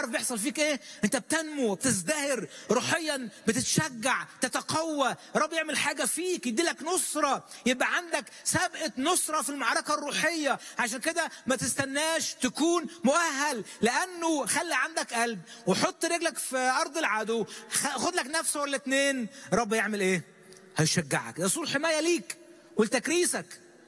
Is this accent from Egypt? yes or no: yes; Egypt; احنا شعب مصري